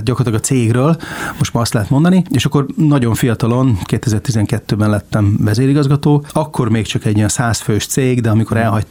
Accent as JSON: {"language": "Hungarian", "town": "Székesfehérvár", "region": "Fejér", "country": "Hungary", "tie": "born or raised there"}